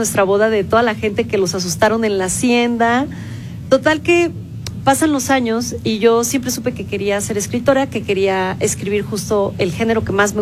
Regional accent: Baja California Sur, Mexico; quiero compartirte que yo vengo de Baja California Sur.

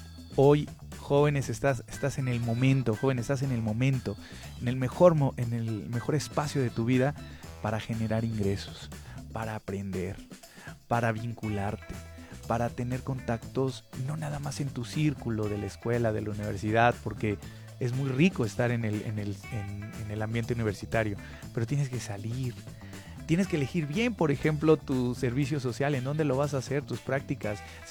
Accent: Mexico; Vivimos en un país que, por ley, tiene muchas garantías para quienes vivimos en este hermoso país que es México.

